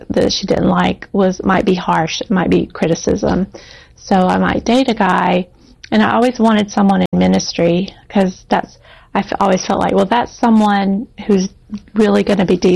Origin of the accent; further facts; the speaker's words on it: Alabama, United States; So I was proud to say, I'm from Alabama too.